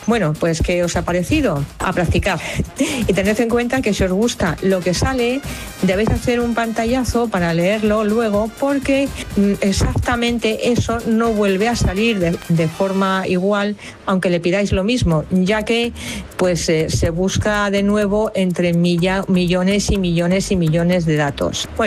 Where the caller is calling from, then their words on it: Madrid, Community of Madrid, Spain; de Madrid y continúo con el tema de la inteligencia artificial.